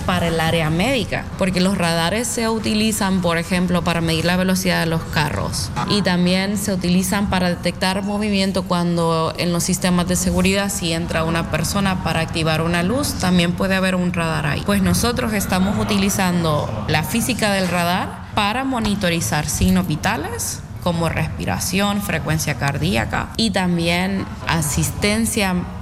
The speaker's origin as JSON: {"language": "Spanish", "country": "Honduras", "also_born_or_lived": "Brazil / Spain", "moved": "as an adult", "lives_now": "Ostrava, Czechia", "said": "soy hondureña, pero soy científica de corazón, y a mí la razón que me tiene atrapada en Ostrava"}